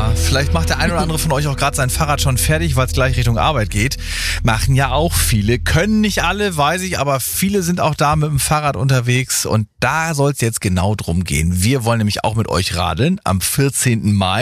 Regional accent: Schleswig-Holstein, Germany; Oder hier Grüße in meine Heimat, Eider Träne Sorge Radweg.

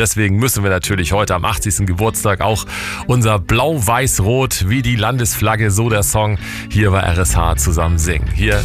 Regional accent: Husum, Schleswig-Holstein, Germany; Ich als Nordfriese aus Husum bin aufgewachsen zwischen Marsch und Deichen und dem Wattenmeer.

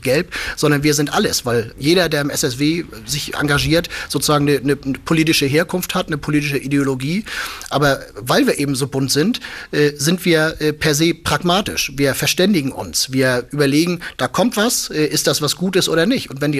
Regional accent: Flensburg, Schleswig-Holstein, Germany; Und ich meine, ich komme ja aus Flensburg.

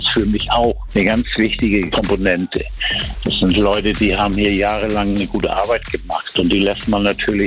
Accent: Schleswig, Schleswig-Holstein, Germany; wo kommst du her, auf Schleswig?

